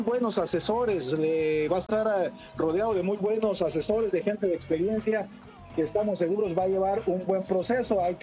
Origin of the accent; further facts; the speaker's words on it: Mexico; nosotros como mexicanos